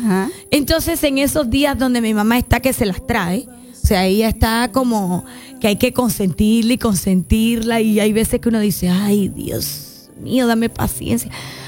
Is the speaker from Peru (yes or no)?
no; Cuba; moved away; en mi país, en Cuba se le dice mima